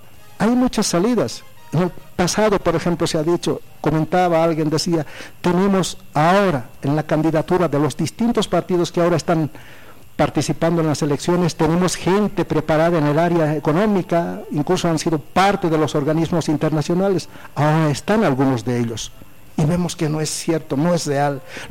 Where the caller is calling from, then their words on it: Bolivia; yo creo que como bolivianos tenemos que pensar en función a nuestro país